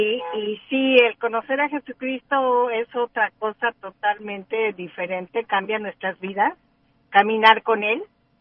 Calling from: Sacramento, California, United States; De Sacramento.

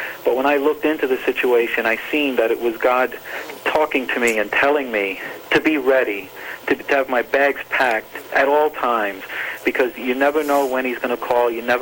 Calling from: Rockaway, New Jersey, United States

